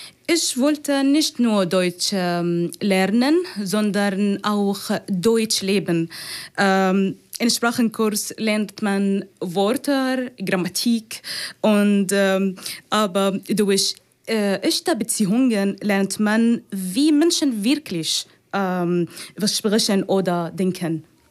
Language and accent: German; Palestine; German is a second language; moved away; Ich komme aus Palästina.